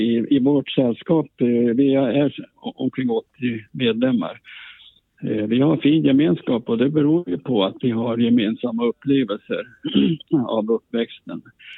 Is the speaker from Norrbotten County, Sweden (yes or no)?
yes; Torne Valley, Norrbotten County, Sweden; now in Uppsala, Sweden; vi är från Tornedalen och att vi har växt upp där.